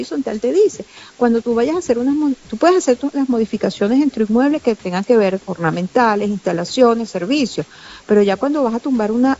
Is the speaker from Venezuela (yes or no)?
yes; Venezuela; yo también vivo en Venezuela